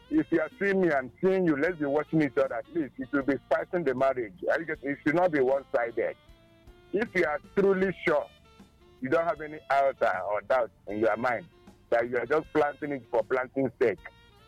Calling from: Enugu, Enugu State, Nigeria; I'm calling from Enugu.

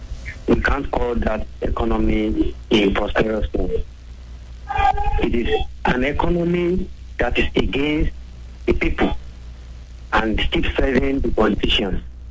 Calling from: Apata, Oyo, Nigeria; I'm definitely calling from Apata.

